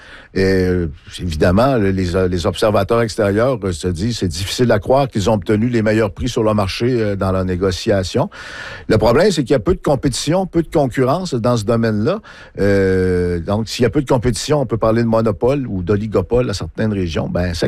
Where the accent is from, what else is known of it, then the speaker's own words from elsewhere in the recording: Chicoutimi, Quebec, Canada; born there; Je suis natif de Chicoutimi, je ne sais pas si vous saviez.